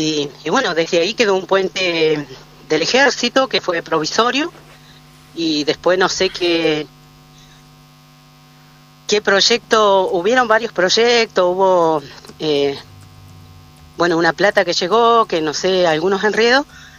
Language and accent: Spanish; Río Chico, Argentina; yo soy de Río Chico, vivo allá, y bueno, ahora por razones de salud andaba por la ciudad.